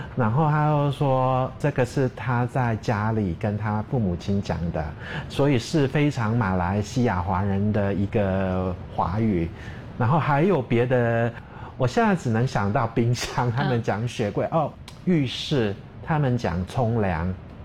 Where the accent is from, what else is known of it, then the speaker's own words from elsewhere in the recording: Tasmania, Australia; 我是从塔斯马尼亚来的，我在塔州有自己种菜，在这里热带气候种菜其实蛮困难